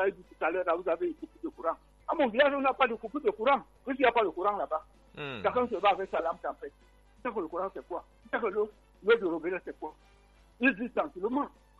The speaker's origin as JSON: {"language": "French", "country": "Cameroon", "said": "On est Camerounais."}